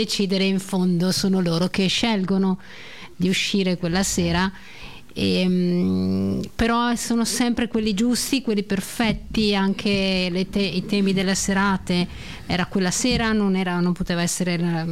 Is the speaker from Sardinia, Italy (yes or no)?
yes; Sardinia, Italy; Io vengo dalla Sardegna